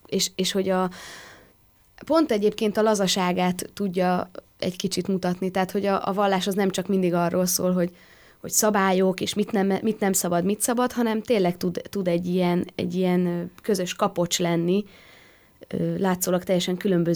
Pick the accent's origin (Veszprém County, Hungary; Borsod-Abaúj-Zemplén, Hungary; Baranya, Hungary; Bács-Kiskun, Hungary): Bács-Kiskun, Hungary; Kecskemét; born there; Mi ugye Kecskemétről származunk